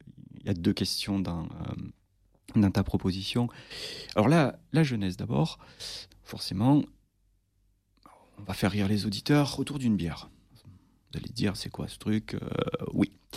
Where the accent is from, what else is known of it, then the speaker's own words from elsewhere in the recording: Carcassonne, Occitanie, France; born there; also born or lived in Toulouse; parce que je suis carcassonnais, je suis né à Carcassonne en tout cas, j'ai vécu à Toulouse, je ne sais pas si les auditeurs entendent ou reconnaissent l'accent.